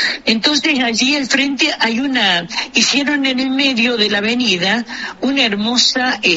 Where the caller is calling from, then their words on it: Salta, Argentina; Yo, estoy en este momento en La Rioja. Vine procedente de Salta y llegué a La Rioja el día viernes 3 de julio